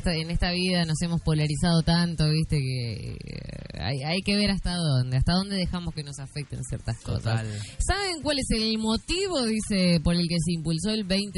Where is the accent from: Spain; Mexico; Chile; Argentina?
Argentina; Somos los argentinos